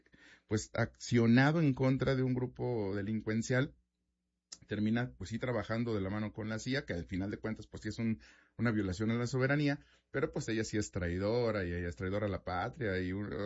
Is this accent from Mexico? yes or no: yes; Mexico; no sé si me va a incluir como mexicano